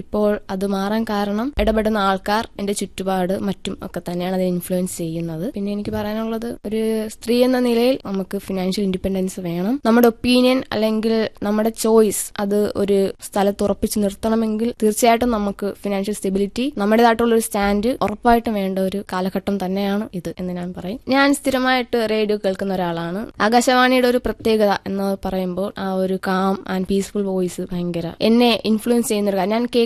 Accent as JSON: {"language": "Malayalam", "town": "Attingal", "region": "Kerala", "country": "India", "said": "കോരാണി ആറ്റിങ്ങൽ ഭാഗത്തു നിന്നാണ് വരുന്നത്."}